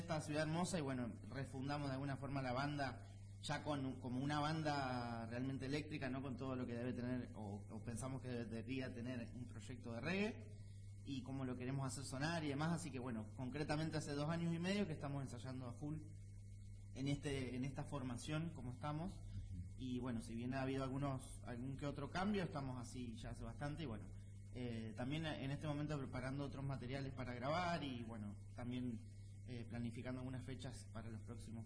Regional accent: Santa Fe, Argentina; moved away as an adult; now in San Rafael, Argentina; es un proyecto que nace en la ciudad de Santa Fe, de donde vengo

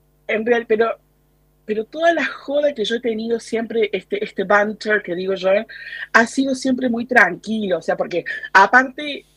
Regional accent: Córdoba, Argentina; moved away; sí es una comunidad chica y argentinos somos, debemos ser unos, no más de no, debemos ser unos 6, 7 y somos 2 cordobesas, mi amiga y yo, y nada más

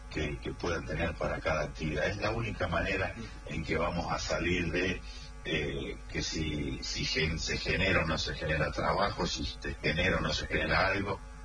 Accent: Argentina; Y no me gustaría, como argentino, y más allá de todo análisis que uno pueda hacer

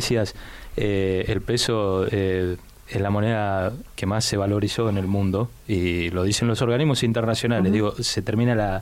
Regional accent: Argentina; el país que yo quiero vivir como argentino

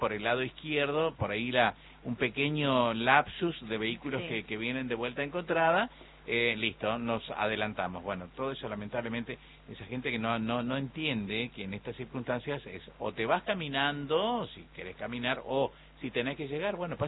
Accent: Barranqueras, Chaco, Argentina; Es que Barranquera tiene esa particularidad, ¿no? Nosotros somos la Venecia del Chaco

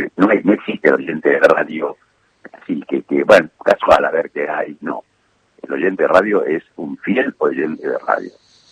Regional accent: Argentina; yo soy hijo de uruguayo, soy uruguayo argentino.

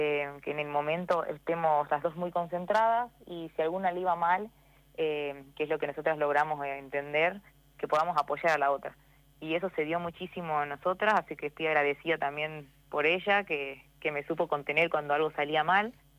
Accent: Salta, Argentina; soy de Salta.

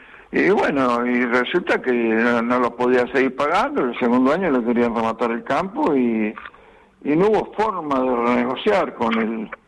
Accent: Salto, Buenos Aires Province, Argentina; Yo soy de Salto.

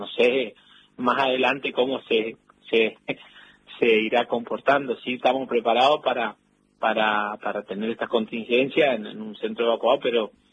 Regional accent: Empedrado, Corrientes, Argentina; Bueno, mi pueblo se encuentra a 58 kilómetros de la capital al sur, digamos, por la costa del río Paraná, se llama Empedrado. Es conocido también como la Perla del Paraná

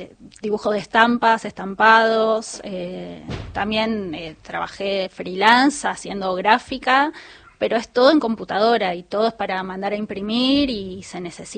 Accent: Buenos Aires, Argentina; De acá, de Capital.

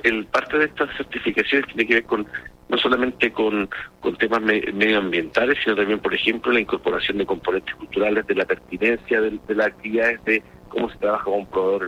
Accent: Chile

